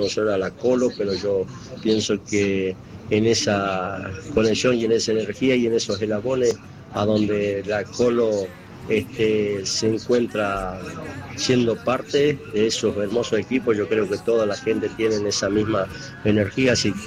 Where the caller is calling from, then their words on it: La Rioja, Argentina; Soy el riojano de acá de Independencia 414